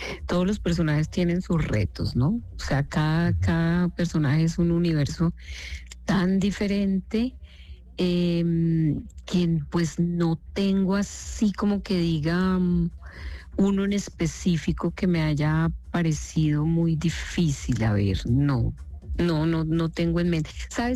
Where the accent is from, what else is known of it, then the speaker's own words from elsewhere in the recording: Mariquita, Tolima, Colombia; now in Bogotá, Colombia; Yo soy de Mariquita, Tolima. Y pues yo viví lo de la tragedia de Armero, tú sabes que todo pues por allá pues no pasó tan terrible como Armero, pero pues también nos pasó en Mariquita, y yo a raíz de esa tragedia yo me vine a la capital, ¿no?